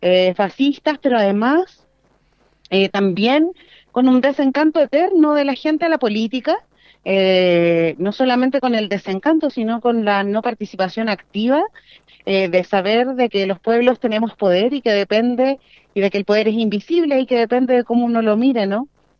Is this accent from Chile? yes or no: yes; Santiago, Santiago Metropolitan Region, Chile; vengo de Santiago, de un lugar, una comuna que se llama Renca